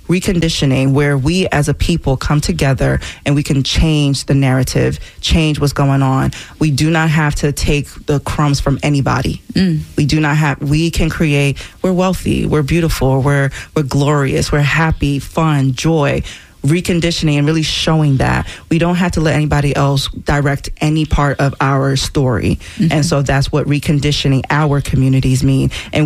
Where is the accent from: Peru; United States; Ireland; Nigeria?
Nigeria; I'm Nigerian. I travel. I've been to the Caribbean festivals, Nigerian reunion, Nigerian independence.